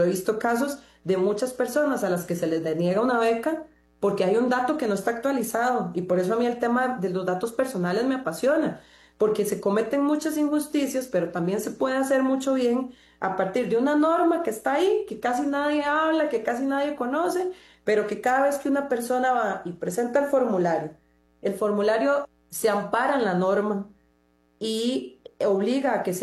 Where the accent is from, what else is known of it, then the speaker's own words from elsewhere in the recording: Costa Rica; qué puedo hacer yo hoy como costarricense